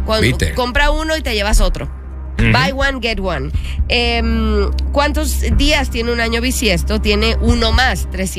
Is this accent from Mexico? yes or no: no; Pinar del Río, Cuba; now in Tampa, United States; Yo soy de Pinal del Río